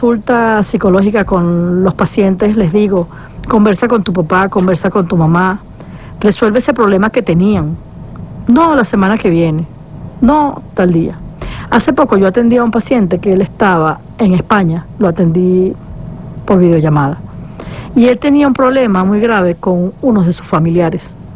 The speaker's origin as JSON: {"language": "Spanish", "country": "Venezuela", "said": "Somos uno solo en este momento, somos hermanos venezolanos que nos necesitamos los unos a los otros."}